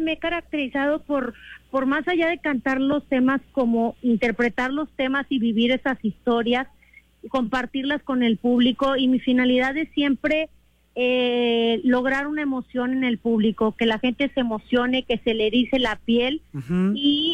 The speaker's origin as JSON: {"language": "Spanish", "country": "Mexico", "said": "como buenos mexicanos, no puede faltar el mariachi para celebrar."}